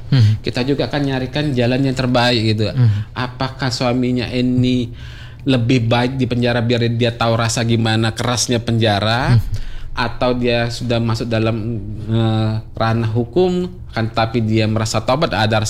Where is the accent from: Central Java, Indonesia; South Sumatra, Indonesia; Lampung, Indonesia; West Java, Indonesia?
South Sumatra, Indonesia; Palembang; saya juga orang Palembang